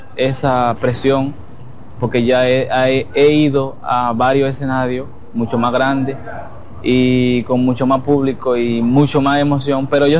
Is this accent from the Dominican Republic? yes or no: yes; Dominican Republic; Yo como atleta dominicano